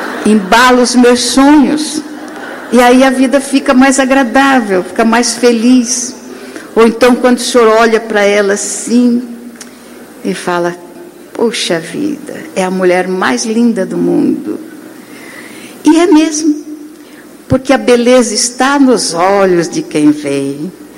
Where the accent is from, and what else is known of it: Mato Grosso, Brazil; born or raised there